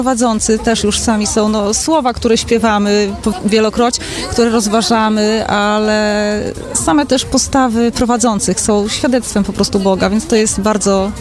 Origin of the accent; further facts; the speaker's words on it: Szczecinek, West Pomeranian Voivodeship, Poland; jestem ze Szczecinka.